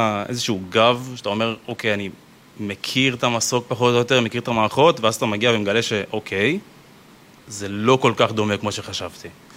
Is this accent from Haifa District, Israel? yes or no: yes; Haifa, Haifa District, Israel; אני בן 26, מחיפה, במקור. עברתי למרכז לשנה האחרונה.